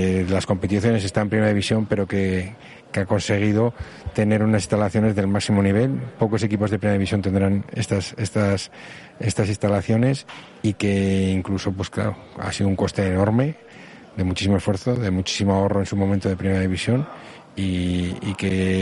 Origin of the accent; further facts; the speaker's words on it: Pamplona, Navarre, Spain; moved away as an adult; also born or lived in Soria; now in Eibar, Spain; soy nacido en Pamplona